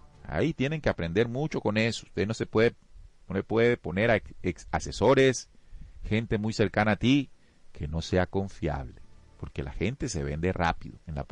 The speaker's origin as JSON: {"language": "Spanish", "country": "Colombia", "said": "Eso es lo que nosotros como colombianos, ¿qué nos importa?"}